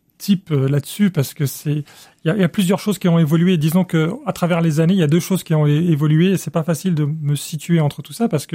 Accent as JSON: {"language": "French", "town": "Cairo", "region": "Cairo Governorate", "country": "Egypt", "tie": "born or raised there", "lives_now": "Limoges, France", "said": "J'ai tellement été traumatisé par ça pendant toute mon enfance au Caire que je suis très content d'être à Limoges."}